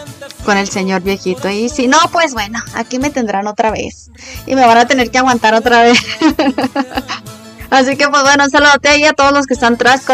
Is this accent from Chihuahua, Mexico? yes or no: yes; Chihuahua, Mexico; now in Fort Lupton, United States; Estuvo con ustedes … la voz romántica de Chihuahua. Y yo me encuentro en Fort Lambton, Colorado.